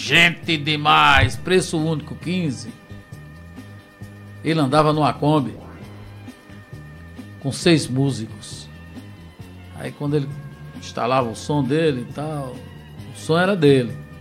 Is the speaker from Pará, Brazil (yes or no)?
no; Recife, Pernambuco, Brazil; É, olha, eu venho de Recife, trago o meu som, pra vocês terem um som de qualidade